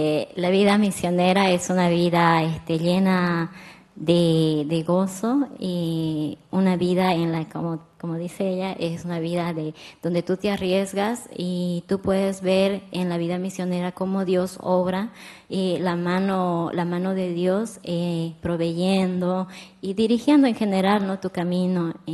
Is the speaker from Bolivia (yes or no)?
yes; Bolivia; yo soy boliviana, soy de Bolivia y estoy aquí en la Red de Venir fija desde hace 3 meses